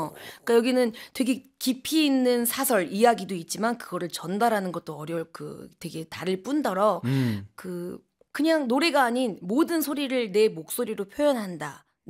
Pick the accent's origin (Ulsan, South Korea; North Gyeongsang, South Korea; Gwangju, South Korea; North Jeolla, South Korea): Gwangju, South Korea; 제가 전라도 광주 출신인데 아~ 그쪽에는 아무래도 이렇게 판소리 하시는 분들도 많이 있고